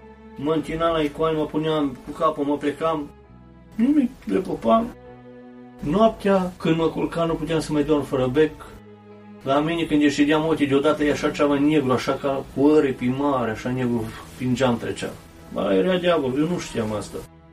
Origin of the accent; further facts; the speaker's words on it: Kladovo, Bor District, Serbia; now in Vienna, Austria; Vin dintr-o familie creștină, ortodoxă. Așa ni se zice, dar nimeni nu merge la biserică. Vin din Serbia, unde se vorbește românește, Cladova, zice, vis-a-vis de Turnul Severin.